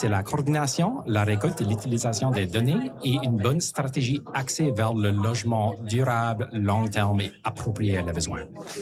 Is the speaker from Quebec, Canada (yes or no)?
no; Moncton, New Brunswick, Canada; Comme moi, j'ai grandi à Moncton, j'ai parti, j'ai revenu.